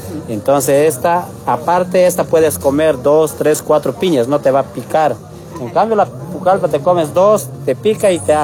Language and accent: Spanish; Puerto Villarroel, Cochabamba, Bolivia; Bueno, nosotros somos de Puerto Villarruel, productores.